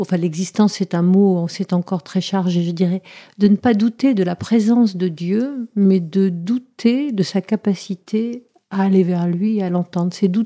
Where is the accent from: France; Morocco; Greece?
Morocco; born there; also born or lived in Germany; Alors, je suis née au Maroc, dans la lumière de l'Orient.